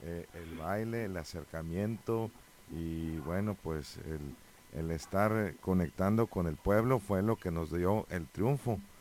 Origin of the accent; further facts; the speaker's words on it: Ensenada, Baja California, Mexico; Que cuando mencionamos que somos de Baja California y de Ensenada